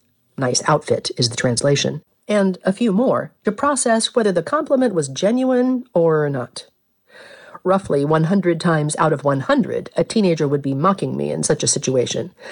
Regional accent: Washington, District of Columbia, United States; had recently visited my hometown of Washington, D.C.

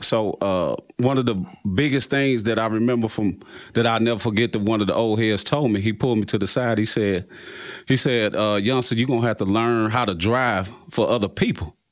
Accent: St. Louis, Missouri, United States; I'm from St. Louis and always was going back and forth between St. Louis and East St. Louis.

